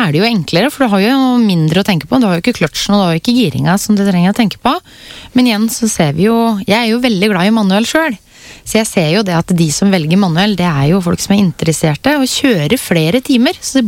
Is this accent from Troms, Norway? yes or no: no; Hønefoss, Buskerud, Norway; for jeg kom jo opprinnelig fra Hønefoss.